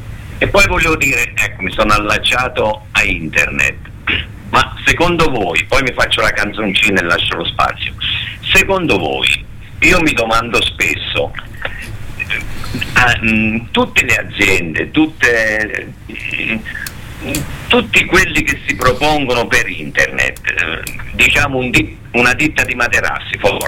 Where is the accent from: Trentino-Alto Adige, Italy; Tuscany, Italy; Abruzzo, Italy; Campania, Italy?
Tuscany, Italy; Ma io da buon toscano lo dico